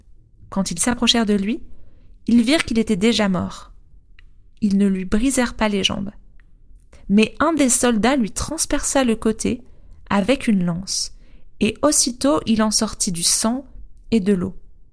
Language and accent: French; Grand Est, France; Moi, je viens de Lorraine, mais de cette partie qui n'a jamais été allemande.